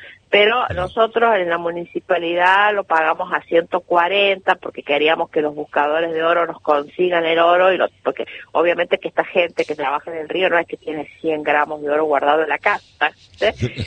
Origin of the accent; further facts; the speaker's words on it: La Carolina, San Luis, Argentina; un pedacito de mi Carolina, de mi pueblo